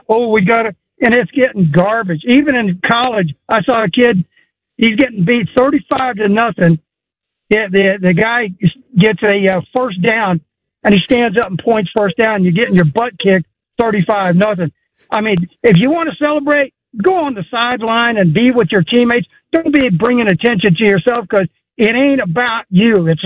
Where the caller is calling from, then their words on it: Florida, United States; I'm calling from Florida, and the storm will, you know, kind of miss us a little bit.